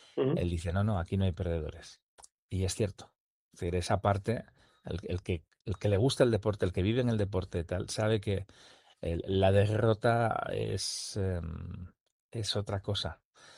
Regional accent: Gijón, Asturias, Spain; mi madre tenía familia aquí en Avilés, yo soy de Gijón

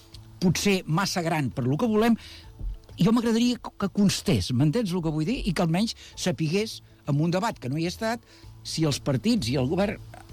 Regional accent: Badalona, Catalonia, Spain; però com a badaloní i la gent de Canyet no podrà regar els horts.

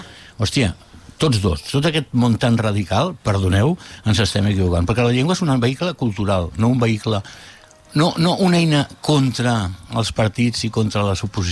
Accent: Catalonia, Spain; Catalan is a second language; jo sóc català, els meus pares eren catalans, però els meus avis són de fora, com molta gent

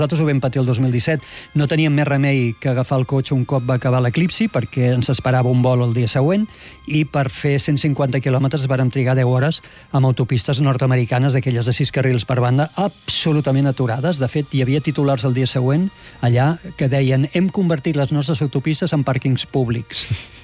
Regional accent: Tarragona, Catalonia, Spain; born there; jo soc nascut a Tarragona i sé el que es menja allà i a les Terres de l'Ebre, la meva mare va néixer a Falset.

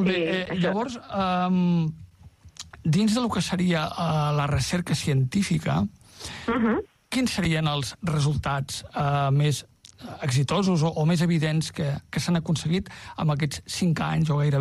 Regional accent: Tarragona, Catalonia, Spain; Jo he nascut a Tarragona, he viscut aquí pràcticament tota la vida.

